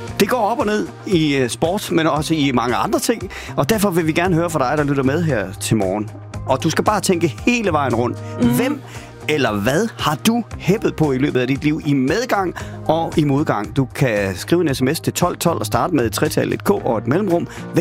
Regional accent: Central Denmark Region, Denmark; Jeg er jo fra Vestjylland

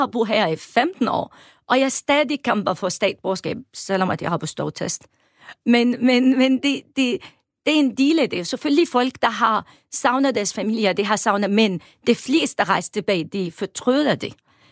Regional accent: Homs, Homs Governorate, Syria; Danish is a second language; now in Denmark; Jeg kommer fra Homs

